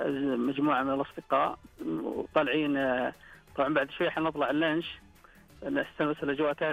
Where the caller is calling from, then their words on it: Medina, Medina Province, Saudi Arabia; أنا من المدينة المنورة.